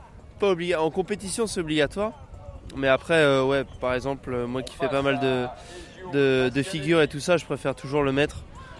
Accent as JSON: {"language": "French", "town": "La Baule", "region": "Pays de la Loire", "country": "France"}